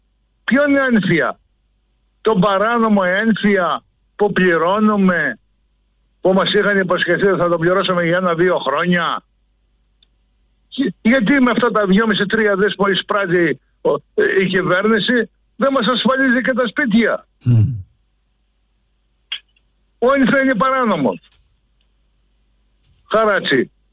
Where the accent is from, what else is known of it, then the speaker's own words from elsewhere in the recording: Thessaly, Greece; από τον Κόζακα.